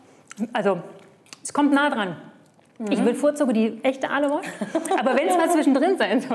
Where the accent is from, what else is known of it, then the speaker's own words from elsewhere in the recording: Hesse, Germany; Ich komme aus Nordhessen.